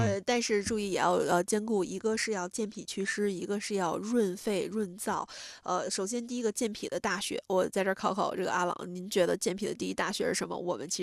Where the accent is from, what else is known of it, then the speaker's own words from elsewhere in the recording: Northeast China, China; 像我老家在东北，东北的话，您再睡个火炕，得这个火上了更严重。